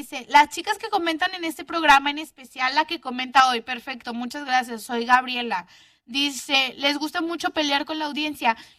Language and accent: Spanish; Monterrey, Nuevo León, Mexico; accent: regio, golpeado; soy súper regia, o sea, soy lo más regio que existe.